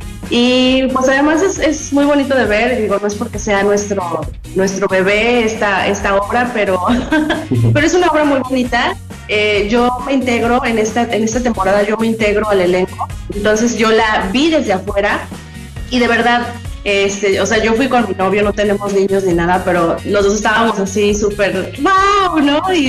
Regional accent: Morelos, Mexico; born there; moved away; gran parte de mi infancia, viví en Morelos y entonces yo tenía una casa bastante grande, teníamos un jardín muy, muy grande

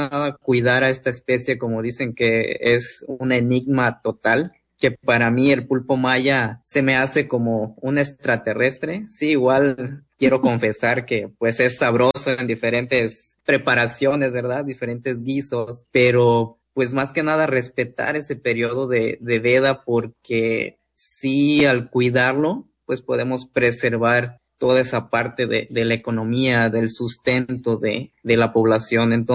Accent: Dzilam, Yucatán, Mexico; Yo soy originario de Tzilam

